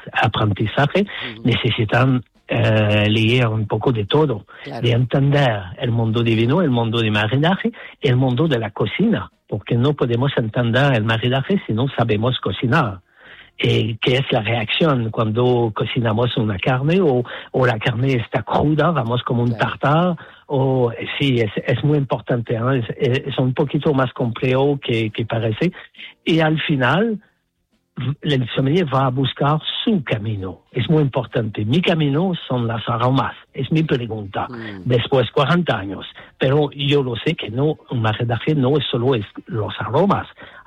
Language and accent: Spanish; Canada; Spanish is a second language; moved away as an adult; now in Barcelona, Spain; No soy de Tenerife, de Canadá. Vivo en Barcelona después de 10 años